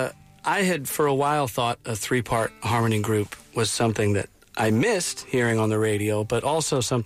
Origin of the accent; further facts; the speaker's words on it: Montana, United States; moved away as an adult; also born or lived in New York / Nashville; So I'm from Montana originally and moved to New York after college